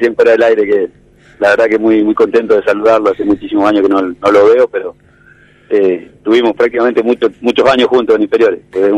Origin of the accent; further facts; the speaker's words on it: Vera, Santa Fe, Argentina; born there; yo soy nacido en Vera, Santa Fe, soy del norte santafesino